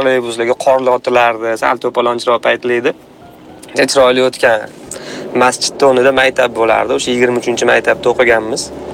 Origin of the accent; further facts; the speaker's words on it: Tashkent, Uzbekistan; Bizani mahalla xastimomda. Astonda katta bo'lganmiz. Hozir endi inshootlar qurilgani sabab ko'chib ketganmiz. Domga chiqib ketilgan.